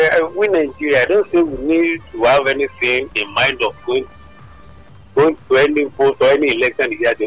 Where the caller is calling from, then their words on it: Aiso, Italy; from Aiso, Italy.